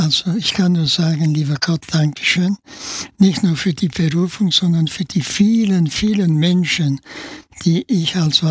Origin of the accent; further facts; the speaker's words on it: Barcelona, Catalonia, Spain; German is a second language; moved away as an adult; also born or lived in Germany; now in Vienna, Austria; Ich bin also 59 von Spanien nach Österreich gekommen. Ich war ja Piaristenschüler in Barcelona, ich bin auch in Barcelona geboren.